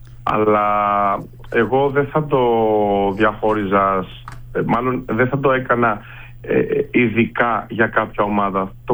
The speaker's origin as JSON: {"language": "Greek", "town": "Kalamata", "region": "Peloponnese", "country": "Greece", "tie": "born or raised there", "also_born_or_lived": "Mani", "said": "δηλαδή μεγάλωσα στην Καλαμάτα και στη Μάνη."}